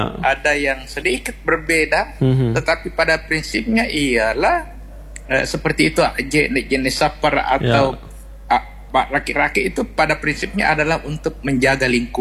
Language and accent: Indonesian; Galesong, South Sulawesi, Indonesia; seperti di kampung saya di Galesong itu ada namanya Bungum Barania ya.